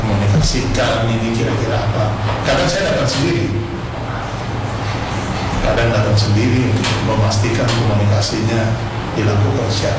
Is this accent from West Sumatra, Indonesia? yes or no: no; Maluku, Indonesia; kita mengakui sebagai orang Kei karena 400 tahun, 500 tahun lalu leluhur kita sudah di sini.